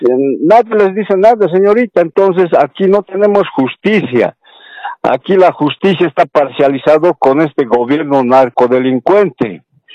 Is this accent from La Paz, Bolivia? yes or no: yes; La Paz, Bolivia; born there; now in Cochabamba, Bolivia; Le hablo de Cochabamba. Yo he nacido en La Paz, pero radico en Cochabamba.